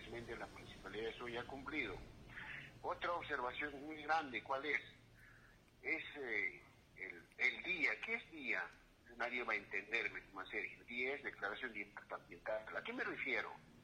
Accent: Peru; yo soy del lugar. Yo soy del distrito de Cutulape, del centro poblado Chimbo.

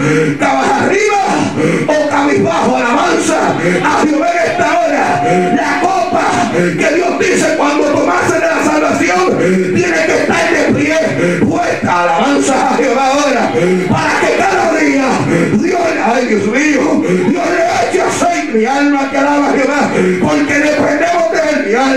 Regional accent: Puerto Rico; En mi país, Puerto Rico

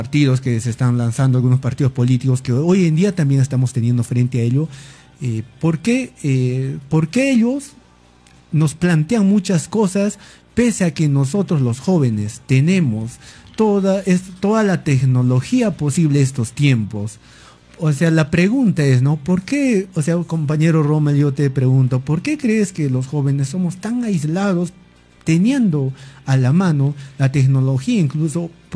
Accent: Peru; nosotros somos como peruanos responsables

